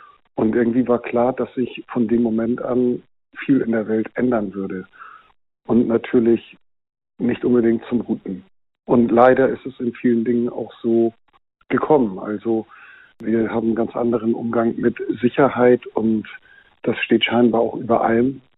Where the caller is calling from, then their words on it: Hamburg, Germany; Ich rufe aus Hamburg an.